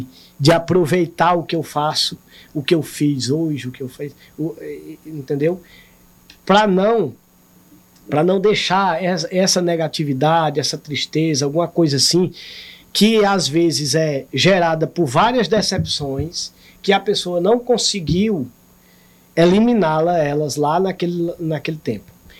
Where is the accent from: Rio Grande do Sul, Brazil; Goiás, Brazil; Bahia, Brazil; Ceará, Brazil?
Ceará, Brazil; Morada Nova; now in Fortaleza, Brazil; Eu sou de lá do sertão, né? Eu sou de Morada Nova e a cultura do vaqueiro e a cultura daquela... pessoal do interior